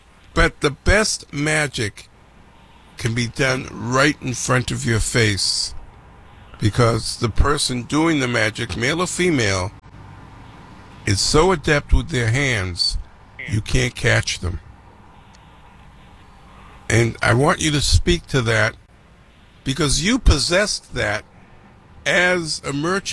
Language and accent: English; Boston, Massachusetts, United States; growing up in Boston, as I did